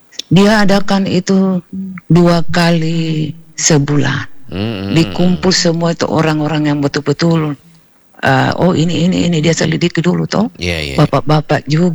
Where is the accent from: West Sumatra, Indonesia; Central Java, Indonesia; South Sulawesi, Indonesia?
South Sulawesi, Indonesia; Makassar; Kita juga sebagai orang Makassar, Bugis Makassar malu, karena di sana nggak ada.